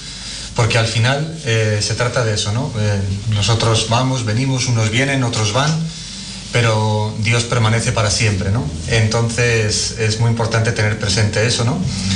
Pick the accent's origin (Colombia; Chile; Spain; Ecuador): Spain; Madrid, Community of Madrid; yo soy español, soy de Madrid y llevo aquí en Sarandí el día apenas 2 días, creo, ya 2 o 3 días.